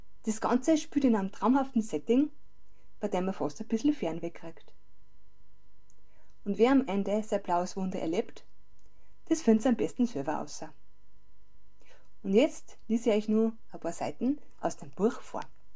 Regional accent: St. Wolfgang im Salzkammergut, Upper Austria, Austria; now in Strobl, Austria; Seit 2010 wohne ich in Strobe, ursprünglich komme ich aus St. Wolfgang.

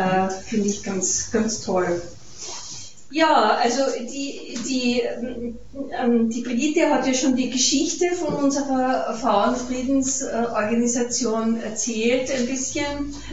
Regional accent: Carinthia, Austria; now in Vienna, Austria; Ich lebe in Wien, wie die Judy schon gesagt hat, aber ich bin keine Wienerin, ich bin eine Kärntnerin.

